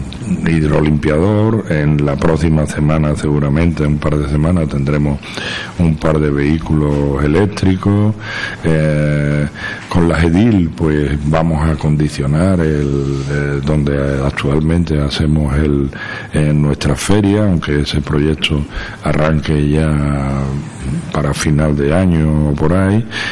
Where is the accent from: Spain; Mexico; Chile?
Spain; La Antejuela, Andalusia